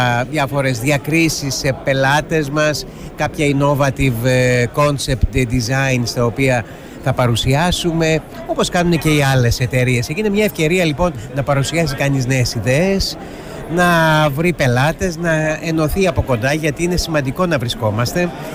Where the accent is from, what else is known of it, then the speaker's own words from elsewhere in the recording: Greece; το οποίο είναι το πρώτο που με ενδιαφέρει σαν Έλληνας.